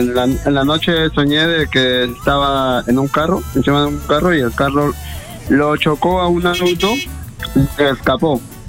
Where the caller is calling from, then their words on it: La Libertad, Peru; Desde La Libertad.